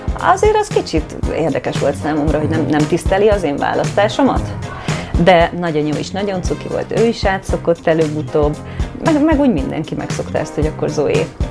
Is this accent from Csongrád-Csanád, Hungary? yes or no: yes; Szeged, Csongrád-Csanád, Hungary; moved away as an adult; now in Budapest, Hungary; a névváltozás után nem sokkal egyébként Szegedről Budapestre költöztem